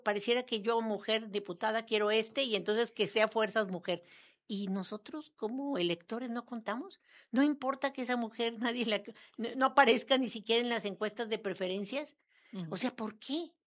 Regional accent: Querétaro, Mexico; born there; en el lugar donde yo nací, aquí en Querétaro

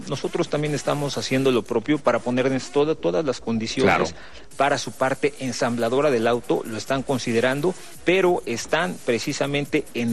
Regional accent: Puebla, Mexico; nosotros como país, como Estado, somos una potencia mundial en la industria automotriz.

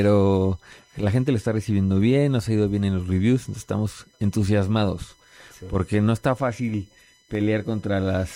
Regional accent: Mexico; de repente tener una película que habla de lo creativos que somos los mexicanos, lo buena onda, lo divertidos

